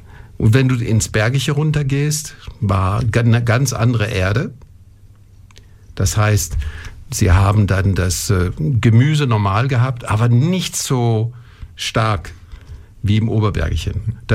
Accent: Grand Est, France; German is a second language; now in Germany; Die Natur, weil sie erinnert mich an meine Heimat.

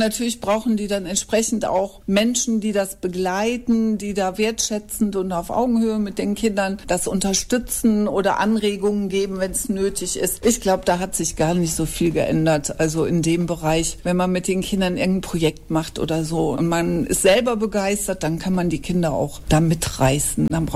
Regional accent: Wuppertal, North Rhine-Westphalia, Germany; born there; Ich bin auch hier in Wuppertal geboren und deshalb hier auch eng mit der Stadt verbunden

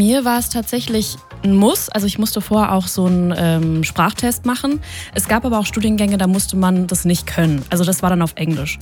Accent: Germany; ich bin aus Deutschland

